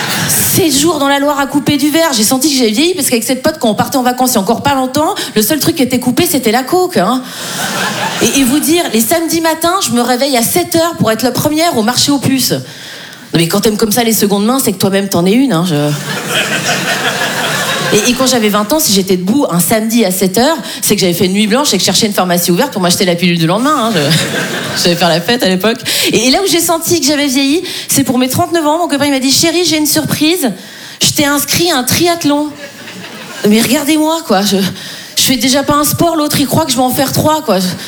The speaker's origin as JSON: {"language": "French", "country": "Switzerland", "said": "pour moi, c'est un effort énorme de dire 90, parce que je suis suisse. Donc en vrai, je dis 90."}